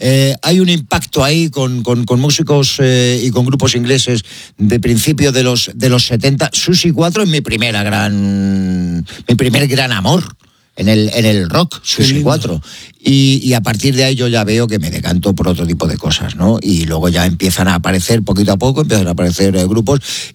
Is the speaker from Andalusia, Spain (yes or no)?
no; Madrid, Community of Madrid, Spain; yo soy de Villaverde también